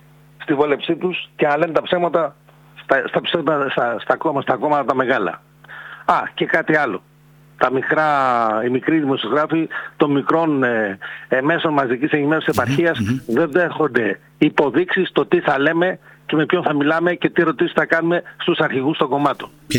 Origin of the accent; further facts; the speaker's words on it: Ierapetra, Crete, Greece; είμαστε Ιεράπετροι που είμαστε Έλληνες.